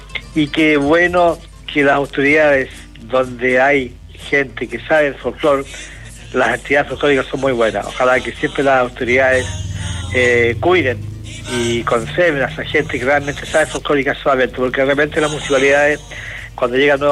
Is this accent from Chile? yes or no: yes; Chile